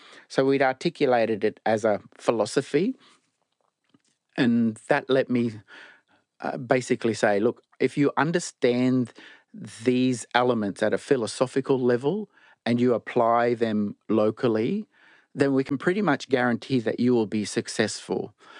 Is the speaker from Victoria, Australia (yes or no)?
no; Bundaberg, Queensland, Australia; I knew that I'm from Bundaberg, I was working in Cherbourg, and as a black fella, I was going to head all over the country.